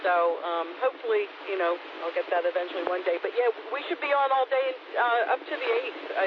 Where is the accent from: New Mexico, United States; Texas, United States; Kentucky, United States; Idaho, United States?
Texas, United States; moved away; I'm originally from North Texas.